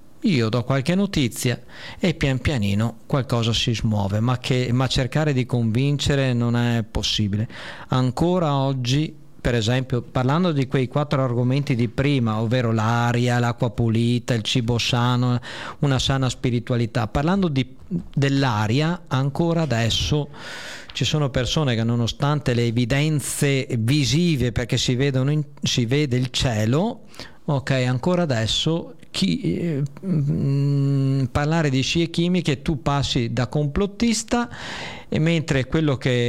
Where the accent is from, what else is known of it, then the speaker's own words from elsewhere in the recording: Bosaro, Veneto, Italy; sono cresciuto a Bosaro, in provincia di Rovigo